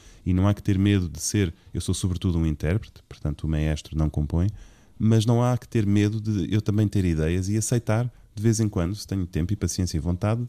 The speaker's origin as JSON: {"language": "Portuguese", "region": "Lisbon", "country": "Portugal", "tie": "born or raised there", "moved": "as an adult", "lives_now": "Évora, Portugal", "said": "eu sou lisboeta de gema, nascido e criado em Lisboa, mas sinto-me profundamente em casa no Alentejo."}